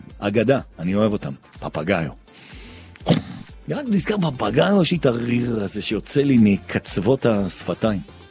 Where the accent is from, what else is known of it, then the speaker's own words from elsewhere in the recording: Jerusalem, Jerusalem District, Israel; אני ירושלמי